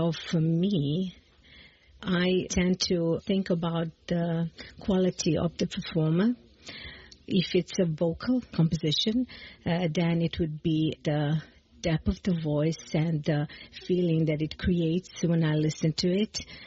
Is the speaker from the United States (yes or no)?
no; Montenegro; I'd like to say a great greetings for your listeners. … I come from Montenegro, Radio Montenegro.